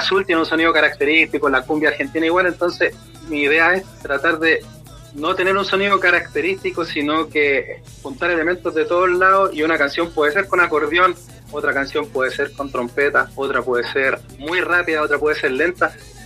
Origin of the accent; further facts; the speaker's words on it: Biobío, Chile; yo soy del sur de Concepción